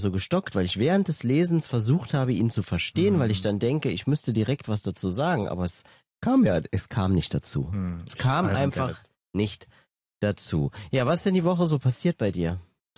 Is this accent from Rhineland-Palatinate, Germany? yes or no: yes; Trier, Rhineland-Palatinate, Germany; Ja, ich bin aus Trier.